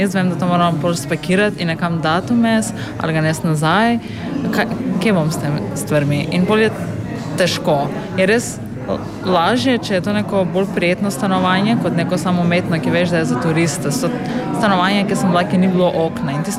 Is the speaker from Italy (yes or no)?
no; North Macedonia; Slovenian is a second language; now in Koper, Slovenia; ker zdaj po tok leta, veste, jaz res počutim, kot da sem bolj iz Kopra, kot iz Makedonije, ki sem prišla.